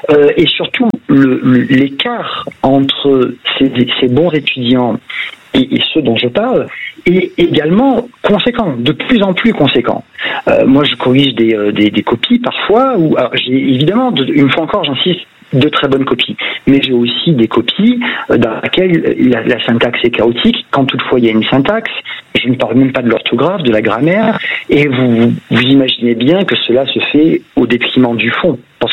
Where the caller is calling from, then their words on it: Aix-en-Provence, Provence-Alpes-Côte d'Azur, France; je suis à Aix